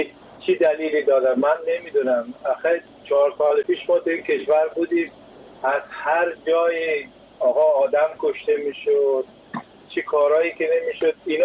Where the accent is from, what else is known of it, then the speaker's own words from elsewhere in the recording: Afghanistan; من از همزبانه همسایتون از افغانستان هستم.